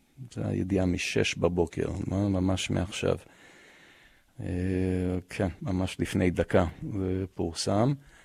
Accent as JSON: {"language": "Hebrew", "town": "Ashkelon", "region": "Southern District", "country": "Israel", "tie": "born there", "also_born_or_lived": "Southern United States", "said": "55 שנה לעלייה שלנו לארץ, מהר מאוד, אני גדלתי באשקלון"}